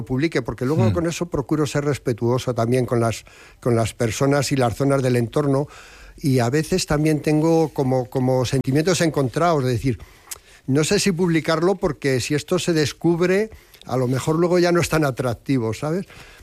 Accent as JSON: {"language": "Spanish", "town": "Briviesca", "region": "Castile and León", "country": "Spain", "tie": "born or raised there", "said": "Luego me da mucha satisfacción cuando voy por mi pueblo, por Briviesca, y me encuentro con una persona que me dice"}